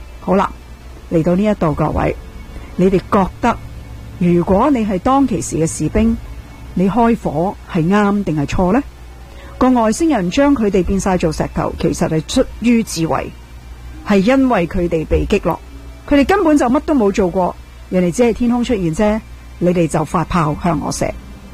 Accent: Canada; 原来我哋加拿大人都有份，所以各位加拿大人你要听住啦

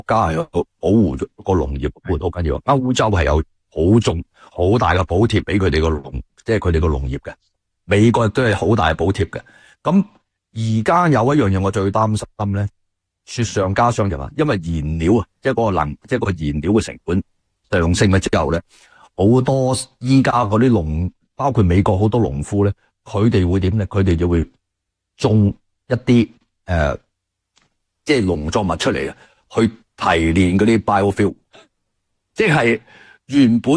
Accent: Canada

